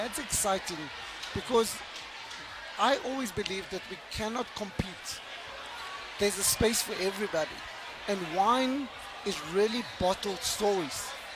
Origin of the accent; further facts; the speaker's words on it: South Africa; as South African producers